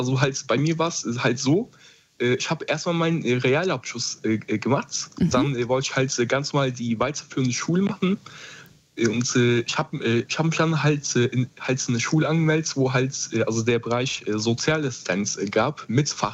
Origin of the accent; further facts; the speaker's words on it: Koblenz, Rhineland-Palatinate, Germany; Also, also ich komme aus Koblenz, Rheinland-Pfalz.